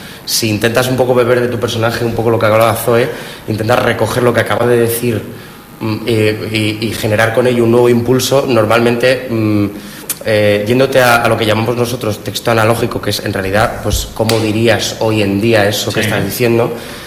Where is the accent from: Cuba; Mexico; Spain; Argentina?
Spain; Villafranca de la Sierra, Castile and León; en mi pueblo, en Villafranca de la Sierra